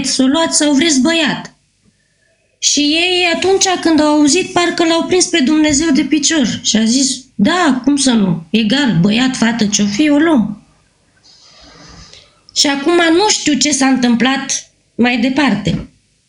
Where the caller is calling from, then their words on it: Dolj, Romania